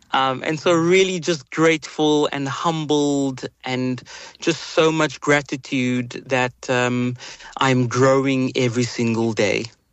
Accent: Cape Town, Western Cape, South Africa; But I'm from Bahar on the Cape Flats.

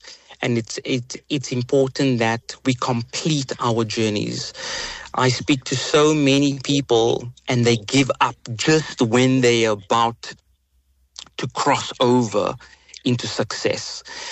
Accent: Western Cape, South Africa; But I'm from Bahar on the Cape Flats. And so I think South Africans and Capetonians understand what resilience is about.

